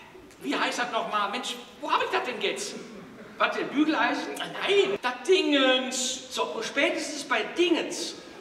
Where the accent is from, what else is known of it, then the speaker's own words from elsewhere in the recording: Bonn, North Rhine-Westphalia, Germany; Ja, vor allem in Bonn, in meiner Heimatstadt Bonn, steckt momentan extrem fest